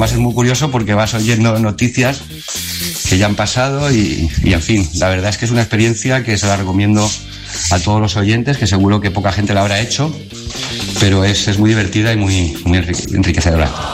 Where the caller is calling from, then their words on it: San Sebastián de los Reyes, Community of Madrid, Spain; Madrid, muy cerquita de vuestro estudio, en Sanse.